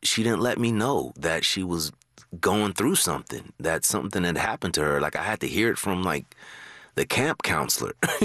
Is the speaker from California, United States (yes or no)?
yes; California, United States; my father lived in New York, and I was growing up in California.